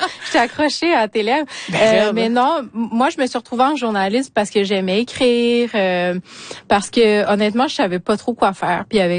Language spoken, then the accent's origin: French; Quebec City, Quebec, Canada; j'ai grandi à Québec, donc hors communauté.